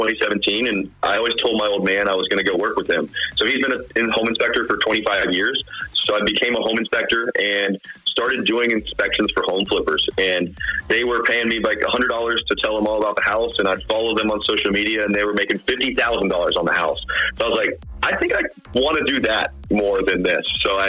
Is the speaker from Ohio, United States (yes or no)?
yes; Columbus, Ohio, United States; born or raised there